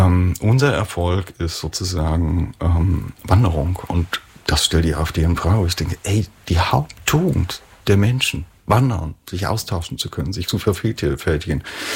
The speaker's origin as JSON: {"language": "German", "town": "Halle", "region": "Saxony-Anhalt", "country": "Germany", "tie": "born or raised there", "said": "ich finde meine Heimatstadt Halle, ich finde es total schön und freue mich, dass ich hier geboren bin und liebe diese Stadt. Ich liebe das Saaletal."}